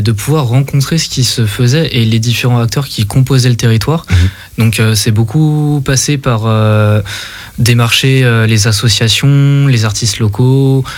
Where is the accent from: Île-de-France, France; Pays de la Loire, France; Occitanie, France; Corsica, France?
Pays de la Loire, France; Dompierre-sur-Yon; also born or lived in La Roche-sur-Yon; je suis né à La Roche-sur-Yon mais j'ai grandi à Dompierre.